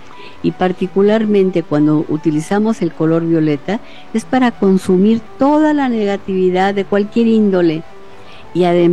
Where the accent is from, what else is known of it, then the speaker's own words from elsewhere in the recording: Mexico; México es México, nuestra raíz, nuestra patria.